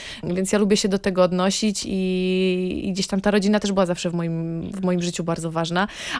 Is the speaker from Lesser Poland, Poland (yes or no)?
no; Warmian-Masurian Voivodeship, Poland; moved away; ja jestem z Mazur i zawsze lubię to podkreślać